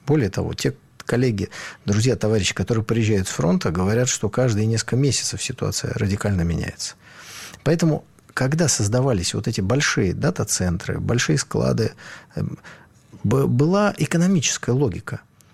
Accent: Saint Petersburg, Russia; Вот я ленинградец.

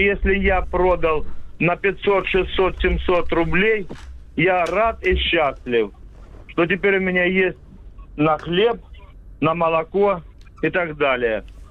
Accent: Shebekino, Belgorod Oblast, Russia; Я из под Шебекино.

